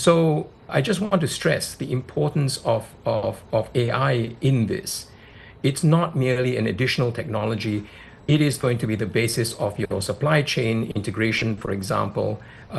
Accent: Malaysia; and I come from Malaysia, of course, which is a beneficiary of this development.

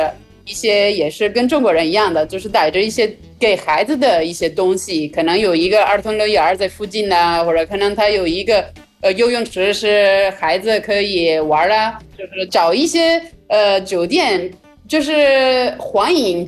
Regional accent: Italy; Chinese is a second language

